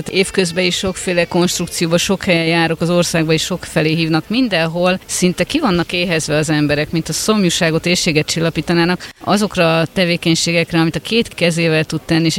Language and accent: Hungarian; Somogy, Hungary; Hát ugye én somogyi vagyok, kicsit hazabeszélek, mert ugye Somogynak is a szőttes hagyománya rendkívül gazdag